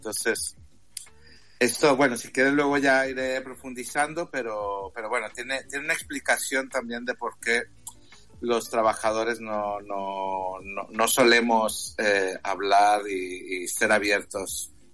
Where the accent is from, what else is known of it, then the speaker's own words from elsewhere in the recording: Mexico; now in Spain; En México se le dice pluma. Es que yo soy mexicano.